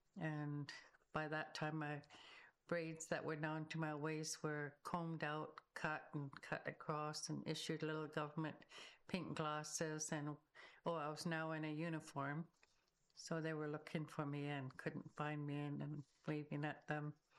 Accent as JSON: {"language": "English", "town": "Turner Island", "region": "British Columbia", "country": "Canada", "tie": "born or raised there", "also_born_or_lived": "Alert Bay / Fort Rupert", "said": "I was born in Alert Bay and then raised for a little bit of time here in Tahis, Fort Rupert. And then my grandparents, then I grew up in Turner Island and I grew up with them."}